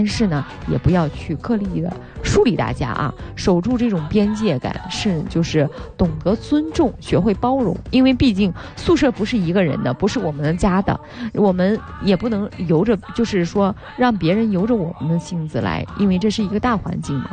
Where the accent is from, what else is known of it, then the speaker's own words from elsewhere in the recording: Yan'an, Shaanxi, China; 我们延安